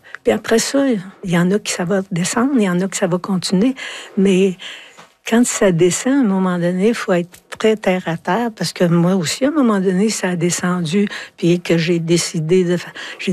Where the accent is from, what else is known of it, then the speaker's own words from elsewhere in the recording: Quebec, Canada; Mais tu sais, je viens de l'Abitibi